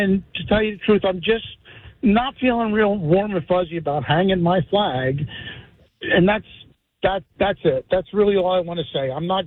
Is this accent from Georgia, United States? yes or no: no; New Jersey, United States; now in Easton, Pennsylvania, United States; I'm a red-blooded American, grew up in New Jersey all my life.